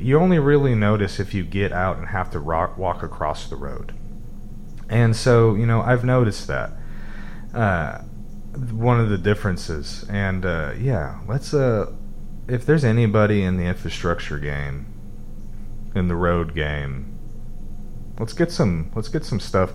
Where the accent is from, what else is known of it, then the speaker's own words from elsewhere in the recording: Pacific Northwest, United States; moved away; growing up in the Northwest, where it doesn't really ever have these torrential downpours